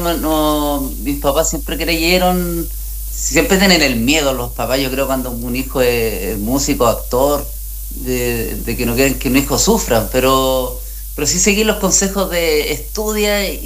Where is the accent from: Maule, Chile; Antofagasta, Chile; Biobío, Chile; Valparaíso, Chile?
Biobío, Chile; Talcahuano; moved away; also born or lived in Concepción / Hualpén; Concepción ciudad, yo nací en Talcahuano específicamente en realidad.